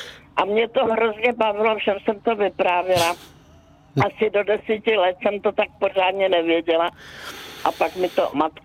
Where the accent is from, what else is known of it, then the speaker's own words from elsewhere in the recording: Prague, Czechia; born there; now in České Budějovice, Czechia; já jsem se narodila v Praze, žiju teda v Českých Budějovicích a už jsem stará, hodně stará baba.